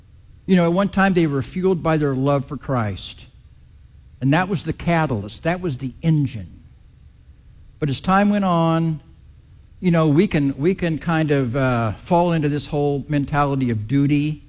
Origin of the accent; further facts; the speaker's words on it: Kansas City, Missouri, United States; I grew up in Kansas City. Well, to the extent that I grew up, it was in Kansas City.